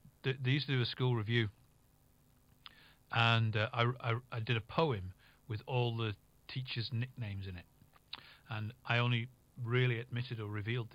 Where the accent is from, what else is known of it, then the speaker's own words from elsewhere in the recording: Rufford, North West England, United Kingdom; I was born in Rufford, which is the other side of Ormskirk, and my family go back in that village, believe it or not, to 1327, way back. So we were there for a long time, and then we lived there.